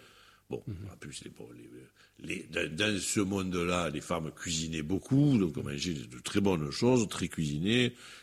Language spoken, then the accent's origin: French; Marseille, Provence-Alpes-Côte d'Azur, France; Et je n'étais même pas marseillais, j'étais de l'Estaque, enfin, j'étais de ce quartier-là.